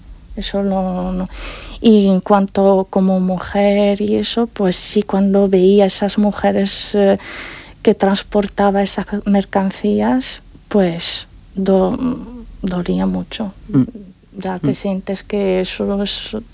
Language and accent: Spanish; Morocco; moved away; muchas veces no creían que soy marroquí